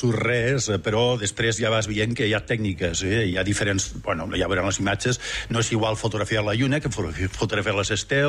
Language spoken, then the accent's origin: Catalan; San Sebastián, Basque Country, Spain; Doncs mira, jo soc basc.